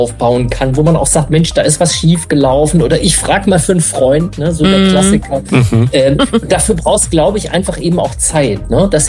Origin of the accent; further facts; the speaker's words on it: Mülheim an der Ruhr, North Rhine-Westphalia, Germany; born there; now in Berlin, Germany; Ich komme aus Mülheim an der Ruhr, da bin ich tatsächlich mal geboren. Da komme ich her, aber da bin ich natürlich schon lange nicht mehr. Sondern ich bin tatsächlich, wie ihr schon gesagt habt, ich bin in Berlin